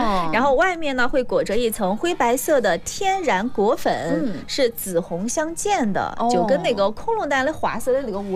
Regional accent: Sichuan, China

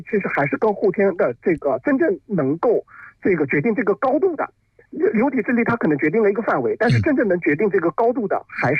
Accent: China; 我们中国人讲的这个家有一老如有一就指的就是这个意思。

